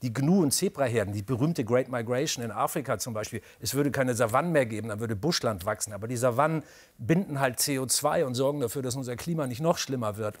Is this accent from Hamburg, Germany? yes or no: yes; Hamburg, Germany; Ich bin ja Norddeutscher, ich bin ja Hamburger